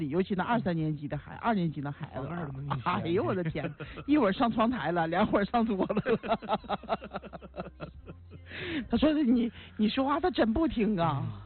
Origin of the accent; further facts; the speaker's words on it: Northeast China, China; 咱是从这个从小在这个环境长大的，我就觉得东北的家长对于孩子的重视程度，我感觉要比南方要高太多。